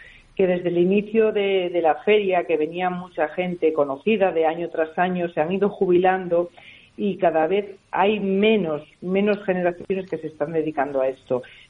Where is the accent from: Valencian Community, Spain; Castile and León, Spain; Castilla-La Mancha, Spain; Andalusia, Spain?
Castile and León, Spain; San Miguel de las Dueñas; vengo a invitaros a todos a mi pueblo, a San Miguel de las Dueñas